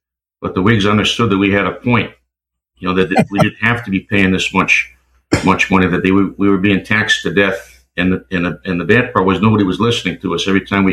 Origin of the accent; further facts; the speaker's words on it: Maine, United States; moved away as an adult; I grew up in Southern Maine, which in a town that was founded in 1643.